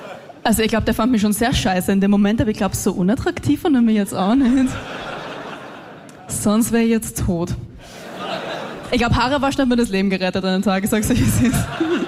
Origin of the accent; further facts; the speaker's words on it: Vienna, Austria; dass ich aus Österreich komme, weil man hört es, glaube ich, nicht so raus, ne? Na, ich komme aus Wien